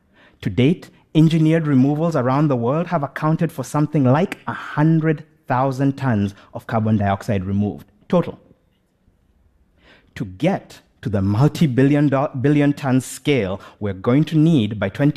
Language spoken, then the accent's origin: English; Kenya; my home country, Kenya.